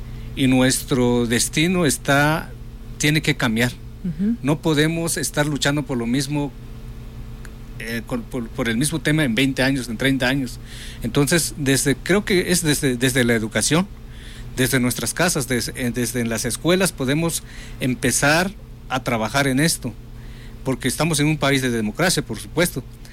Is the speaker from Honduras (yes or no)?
no; Guatemala; moved away; Yo soy de Guatemala